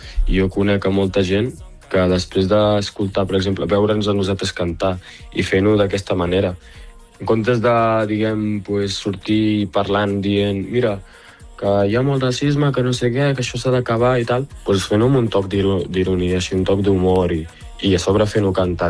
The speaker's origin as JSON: {"language": "Catalan", "region": "Catalonia", "country": "Spain", "said": "si estic a la selecció catalana és perquè sóc català"}